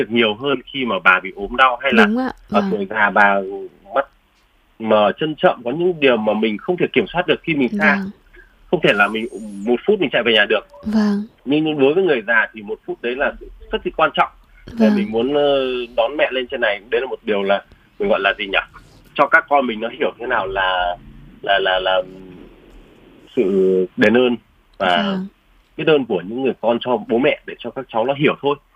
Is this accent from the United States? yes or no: no; Quang Ninh, Vietnam; now in Hanoi, Vietnam; Đúng rồi, mình không phải quê Hà Nội, mình chỉ là người gọi là di cư tự do từ nơi khác đến Hà Nội.